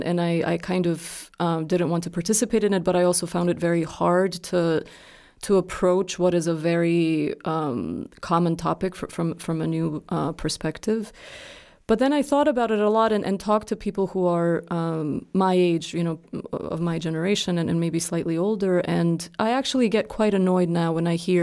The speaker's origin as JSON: {"language": "English", "town": "Sarajevo", "region": "Federation of Bosnia and Herzegovina", "country": "Bosnia & Herzegovina", "tie": "born or raised there", "said": "I grew up in Sarajevo, in this part of the city that's sort of like, Sarajevo has a river and there's a valley that, you know, that most of the city is located there."}